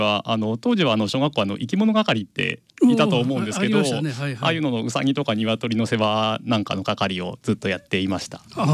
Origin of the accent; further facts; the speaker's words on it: Ishikawa, Japan; 私、実は地元石川県で、野々市ではないんですけど、元の松戸の出身になります。